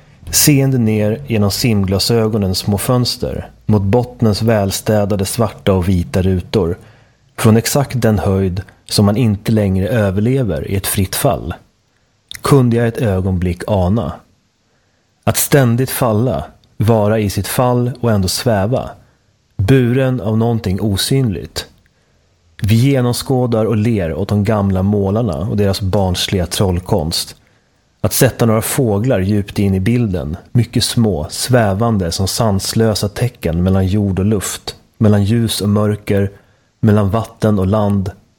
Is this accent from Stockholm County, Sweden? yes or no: no; Västmanland County, Sweden; Nej, det är inte så bara. Jag är också västmanlänning.